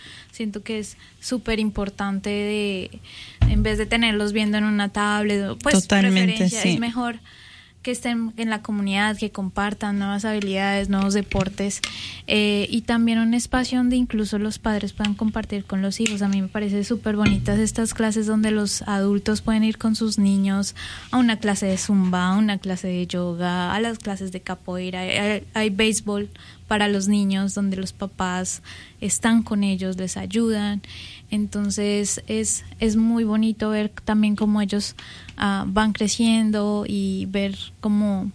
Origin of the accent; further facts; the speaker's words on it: Colombia; moved away; en Colombia me gustaba todo el tema de la comunidad